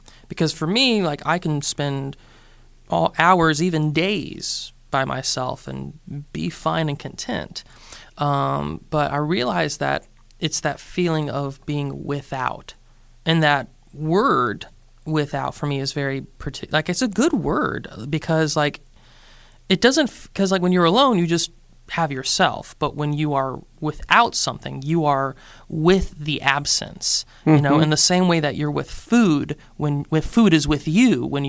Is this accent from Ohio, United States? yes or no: no; South Carolina, United States; born or raised there; also born or lived in New York